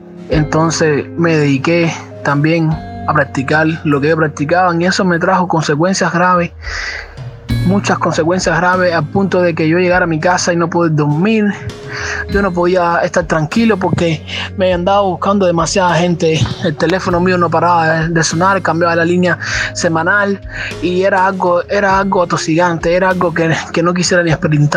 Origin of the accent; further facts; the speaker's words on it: Cuba; Soy de acá, de Cuba